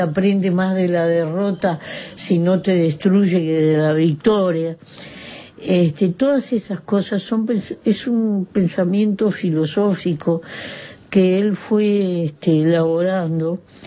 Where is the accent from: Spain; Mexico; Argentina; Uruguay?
Uruguay; en una comunidad pequeña como la uruguaya, en que nos conocemos todos